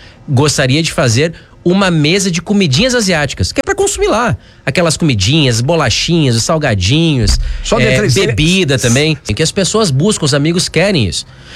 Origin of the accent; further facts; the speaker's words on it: Porto Alegre, Rio Grande do Sul, Brazil; moved away as an adult; now in Farroupilha, Brazil; eu não sou natural de Farroupilha. Eu já falei sobre isso, não é novidade, eu sou gaúcho, eu sou de Porto Alegre, mas eu tô morando aqui em Farroupilha faz um ano.